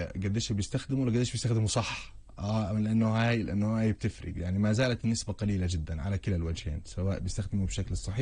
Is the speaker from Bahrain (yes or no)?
no; Palestine; احنا كفلسطينيين